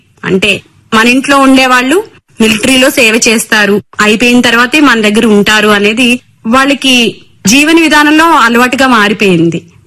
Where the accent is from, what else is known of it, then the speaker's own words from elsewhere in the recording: Madhavaram, Andhra Pradesh, India; మా గ్రామంలో చదువుకునే అప్పటి నుంచి కూడా మాకు స్వచ్ఛ భారత్ మీద అవగాహన ఉంటుందండి. నేను కూడా మా ఊర్లో చదువుకోవడంతో